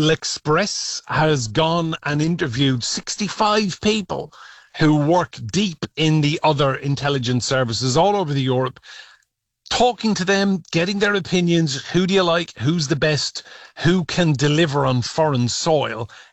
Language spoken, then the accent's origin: English; Ireland; Look, I'm Irish. We don't even have a foreign intelligence service. I think most people in Ireland are too busy partying and singing and dancing.